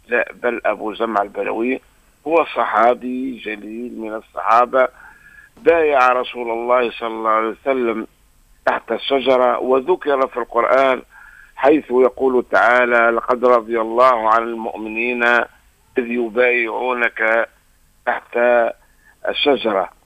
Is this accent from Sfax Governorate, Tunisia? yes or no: no; Kairouan, Kairouan Governorate, Tunisia